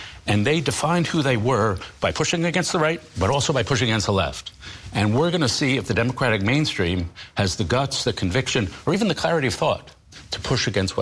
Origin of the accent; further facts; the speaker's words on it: New York, United States; New York's my hometown. I love it.